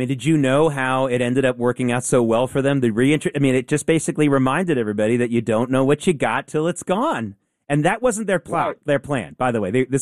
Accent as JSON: {"language": "English", "region": "the South", "country": "United States", "tie": "born or raised there", "said": "when I was growing up in the South, every soda was called Coke."}